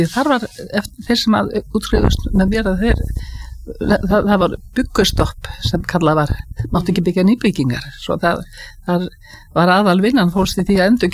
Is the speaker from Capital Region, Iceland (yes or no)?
yes; Reykjavík, Capital Region, Iceland; moved away as an adult; also born or lived in Copenhagen, Denmark; now in Garðabær, Iceland; flytt í Garðabæ fyrir 55 árum, svo ég búin að búa þar hans lengi. Ég fædd í Kaupmannahöfn en alinn upp í Reykjavík og stúdent frá menntaskólanum í Reykjavík 1959